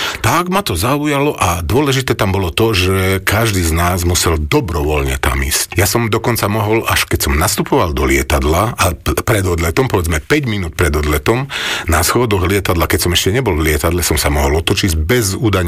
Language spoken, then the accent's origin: Slovak; eastern Slovakia, Slovakia; accent: eastern Slovak; moved away; som z východu, to možno počuť aj na prízvuku, ktorý sa snažím zakryť, ale je počuť.